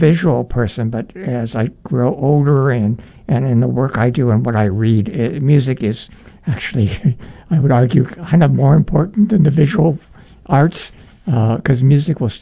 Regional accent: United States; being an American male of a certain age

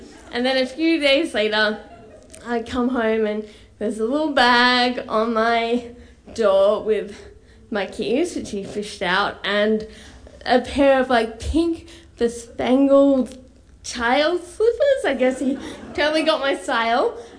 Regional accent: Australia; moved away; I'm Australian

